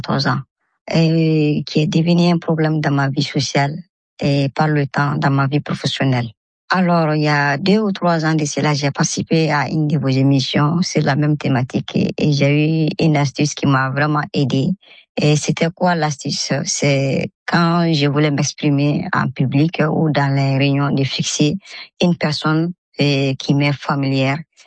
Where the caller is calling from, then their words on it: Dakar, Senegal; Je vis à Dakar et j'ai 36 ans.